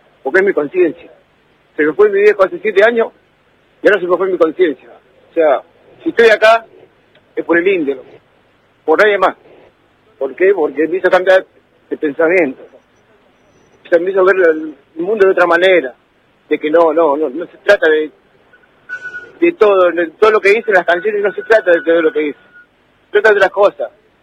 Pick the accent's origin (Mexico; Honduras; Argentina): Argentina; Lomas de Zamora, Buenos Aires Province; Soy Loma de Zamora.